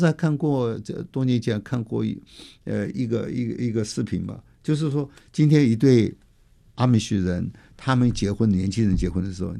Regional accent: China

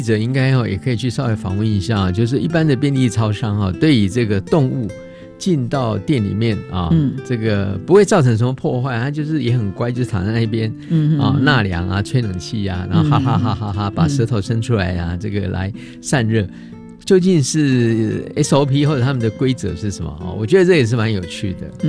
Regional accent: central Taiwan, Taiwan; 但是我是中部人嘛

